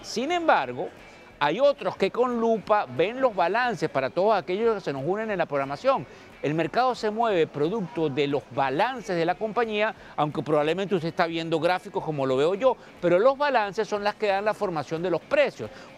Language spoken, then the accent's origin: Spanish; Venezuela; yo soy venezolano